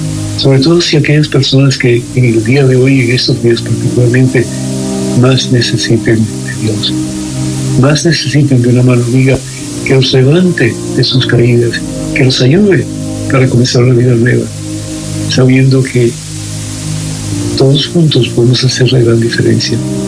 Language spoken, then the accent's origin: Spanish; Cuba; nos ayudes en este tiempo difícil de nuestra vida, como cubanos y como latinoamericanos